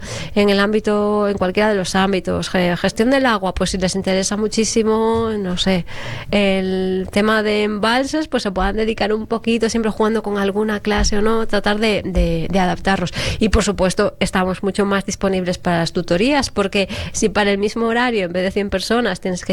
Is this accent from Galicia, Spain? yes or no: yes; Galicia, Spain; moved away; porque soy gallega